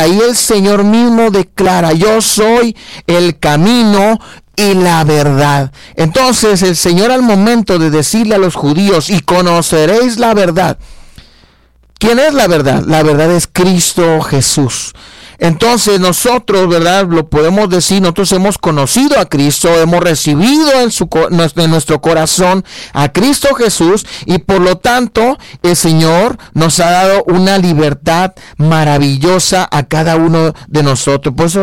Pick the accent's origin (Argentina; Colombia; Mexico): Mexico; a veces nosotros como mexicanos también lo hacemos.